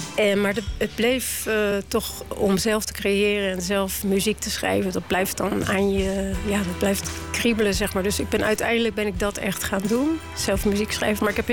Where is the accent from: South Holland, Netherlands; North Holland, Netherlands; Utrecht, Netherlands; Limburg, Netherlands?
South Holland, Netherlands; The Hague; ik ben echt Haagse.